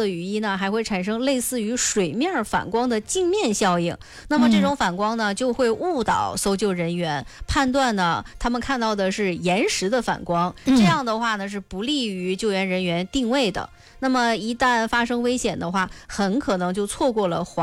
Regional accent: Northeast China, China; accent: Northeastern; 这个用咱们东北话说

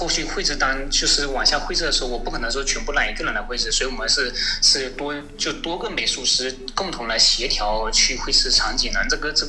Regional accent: Hangzhou, Zhejiang, China; 我来自杭州这边，我们公司也在杭州

